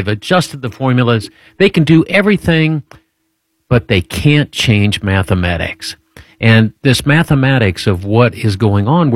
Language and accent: English; Speedway, Indiana, United States; moved away; growing up in Speedway, Indiana